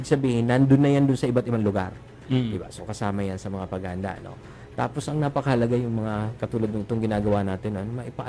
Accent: Bicol Region, Philippines; Pareho pala tayong Bicolano. Ay, so, I'm from Masbate.

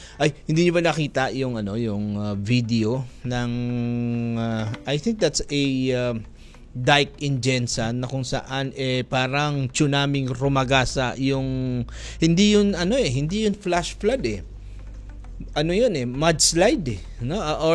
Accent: Iligan, Northern Mindanao, Philippines; diyan sa amin sa Mindanao. Sa Iligan technically

